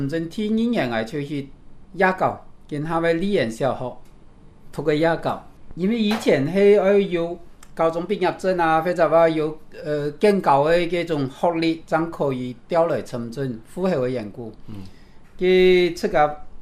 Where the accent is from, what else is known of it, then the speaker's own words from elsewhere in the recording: Guangdong, China; 两个班都系只有我一个广东人